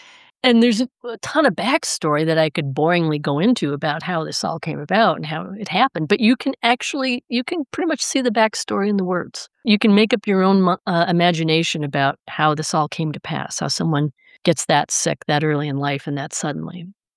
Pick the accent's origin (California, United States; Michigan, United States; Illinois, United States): Illinois, United States; Skokie; I grew up in Skokie, which is, you know, Evanston Skokie, the Skevinston, what they call that.